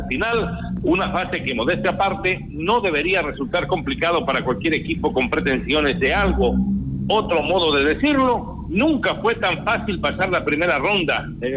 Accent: Ecuador

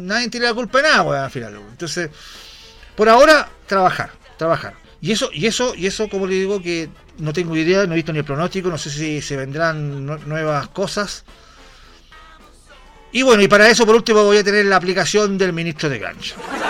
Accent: Santiago, Santiago Metropolitan Region, Chile; yo soy de Estación Central

